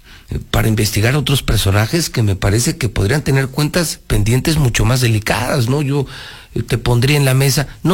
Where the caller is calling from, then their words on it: Aguascalientes, Mexico